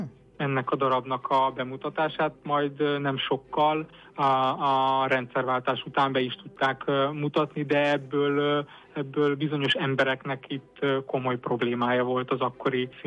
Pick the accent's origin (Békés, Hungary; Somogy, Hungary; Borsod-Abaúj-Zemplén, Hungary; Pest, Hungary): Pest, Hungary; Szentendre; moved away; én Szentendrén nőttem fel